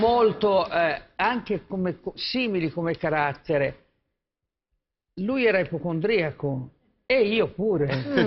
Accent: Tuscany, Italy; Si sente che sono toscana?

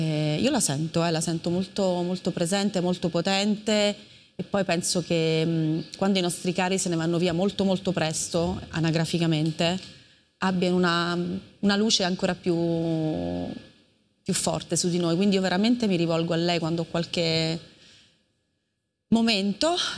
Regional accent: Palazzolo Acreide, Sicily, Italy; born or raised there

